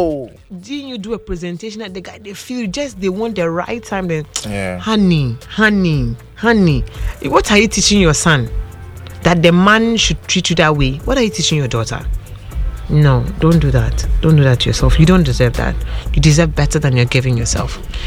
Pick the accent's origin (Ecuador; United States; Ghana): Ghana; Accra, Greater Accra; also born or lived in La; I grew up in Osu.